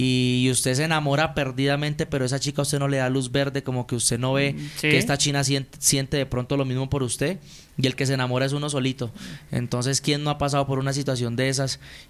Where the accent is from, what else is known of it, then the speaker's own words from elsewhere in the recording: Valle del Guamués, Putumayo, Colombia; Yo soy del departamento del Putumayo. Vengo de un municipio que se llama Valle del Guamués. Es un municipio muy bonito, fronterizo con Ecuador. Entonces, vengo de este bello municipio. Es un municipio que me ha acogido demasiado.